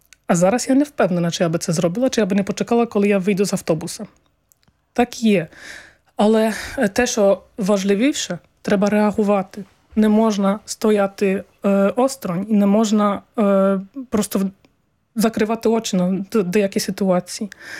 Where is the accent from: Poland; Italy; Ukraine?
Poland; ми як поляки, хочемо довести, що ми ті самі люди, які прийняли мільйони українців на початку повномасштабної війни